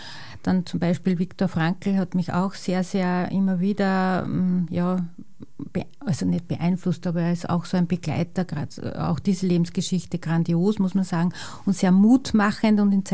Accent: St. Pölten, Lower Austria, Austria; born there; Geboren bin ich in St. Pölten, einer sehr unattraktiven Arbeiterstadt, die sich aber gut entwickelt hat.

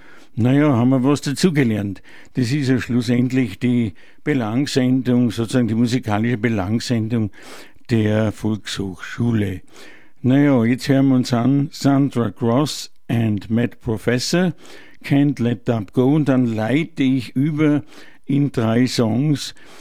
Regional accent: Salzkammergut, Austria; Ich bin ja wirklich nicht auf der Nudelsuppe dahergeschwommen, wie man bei uns im Salzkammergut sagt.

